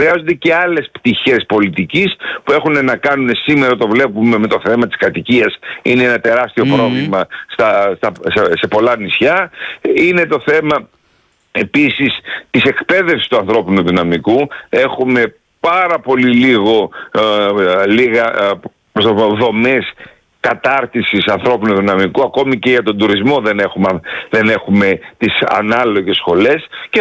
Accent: Serifos, South Aegean, Greece; now in Lesbos, Greece; είμαι νησιώτης κατά καταγωγή, από τη Σέριφο, εκεί ήμουν χτες, και νησιώτης από επιλογή στη Λέσβο, γιατί μένω 40 χρόνια ως καθηγητής του Πανεπιστημίου στο Αιγαίο.

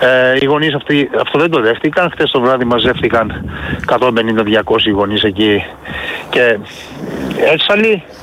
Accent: Greece; θα είμαστε Έλληνες

